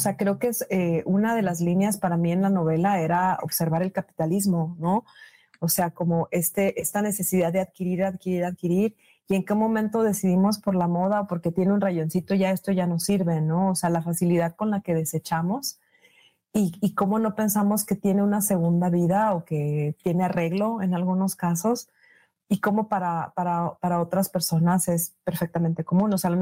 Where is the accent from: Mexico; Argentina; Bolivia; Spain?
Mexico; northern Mexico; now in United States; en lugares de donde yo vengo en el norte